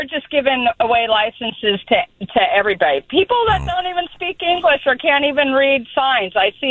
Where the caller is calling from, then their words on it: Sacramento, California, United States; I'm a school bus driver, and I work here in Sacramento.